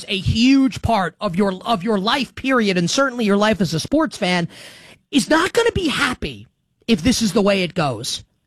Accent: New York, United States; I'm a New Yorker. I'm from the Northeast.

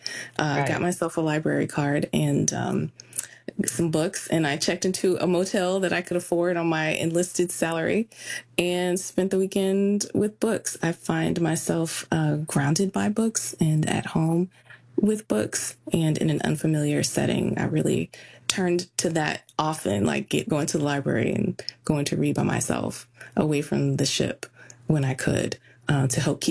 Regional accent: Michigan, United States; so it was very valuable for me as a writer to be recognized by my home state and to be able to reconnect with some family and friends in Michigan

